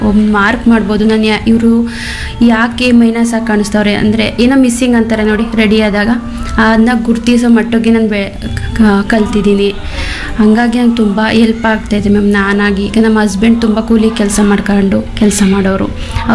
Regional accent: Hunsur, Karnataka, India; ಮೂಲತಃ ನಾನು ಕಲ್ಕುಣಿಕೆ ಹುಣಸೂರು ಹುಡುಗಿ.

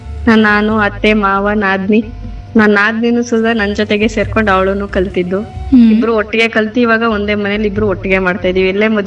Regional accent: Anuganahalli, Karnataka, India; ನಾನು ಮೂಲತಃ ಹಳ್ಳಿಯವಳೇನೆ, ಅನಗಳ್ಳಿ ಅಂತ ನಮ್ದು, ಮೈಸೂರು ತಾಲೂಕು ಜೈಪುರ ಹೋಬಳಿ. ಅಲ್ಲಿಂದ ನಾನು ಡಿಗ್ರಿ ಮಾಡಿದೆ

